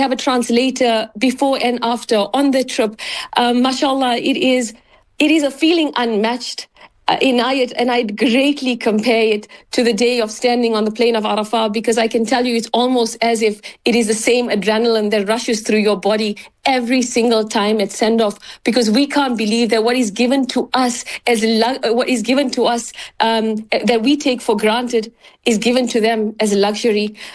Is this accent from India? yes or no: no; South Africa; moved away; As a South African